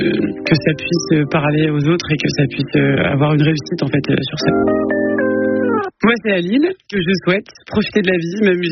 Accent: Lille, Hauts-de-France, France; Donc elle me dit, mais tu viens d'où? J'ai dit, bah, je viens de Lille

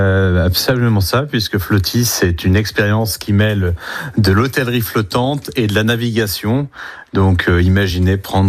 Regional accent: Grand Est, France; born there; moved away; moi je suis au Marnais, ça fait plusieurs dizaines d'années maintenant que j'ai quitté la Haute-Marne, et voilà, j'avais à cœur de réinvestir sur ce territoire qui m'a vu naître.

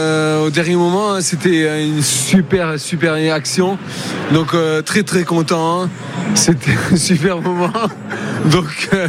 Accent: Nouvelle-Aquitaine, France; on vient des Landes et on aime la section, on aime le Béarn

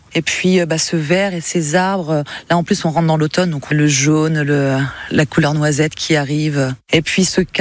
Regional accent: Granville, Normandy, France

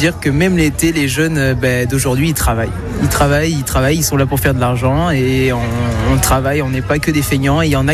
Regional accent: Bordeaux, Nouvelle-Aquitaine, France; born there; j'ai 21 ans. Ça fait 15 ans que je suis sur Bordeaux maintenant.

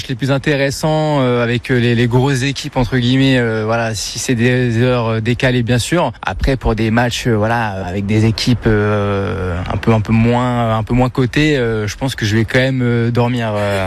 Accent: Asquins, Bourgogne-Franche-Comté, France; Alors bonjour … j'ai 25 ans et je viens d'Asquin.

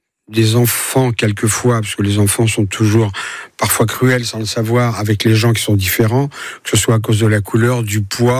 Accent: Guadeloupe, France; C'était une reconnaissance, par exemple, pour mon pays d'origine, mon île d'origine, la Guadeloupe.

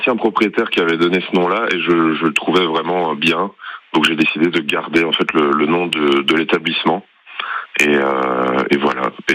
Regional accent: Brussels, Brussels-Capital Region, Belgium; moved away as an adult; now in Saint-Alban-sur-Limagnole, France; moi, je viens de Belgique.

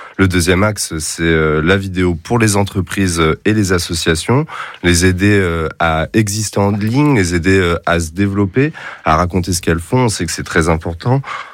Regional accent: Châteauroux, Centre-Val de Loire, France; surtout Châteauroux, là d'où je suis originaire. Et d'ailleurs, la société est implantée à Lys-Saint-Georges, le petit village dans la vallée noire de Georges Sand, là d'où je viens.

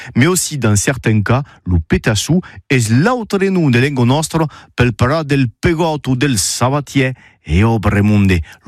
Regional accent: Occitanie, France; le mot pétasse n'est pas une insulte, en tout cas, pas chez nous, en Occitanie.

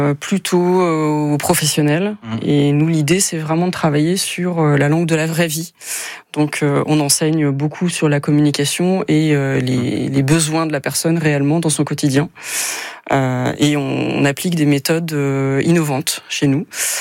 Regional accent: France; je suis française.

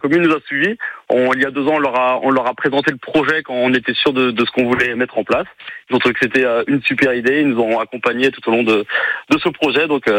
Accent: Pays de la Loire, France; Nous sommes cinq amis d'enfance. On a grandi ensemble dans le pays de Ray.

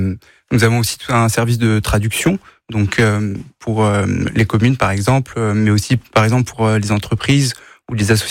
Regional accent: Brittany, France

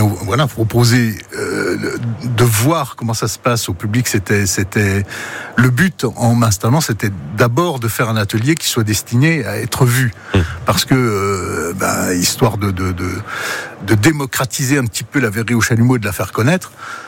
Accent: Baccarat, Grand Est, France; born there; Je suis né à Baccarat.

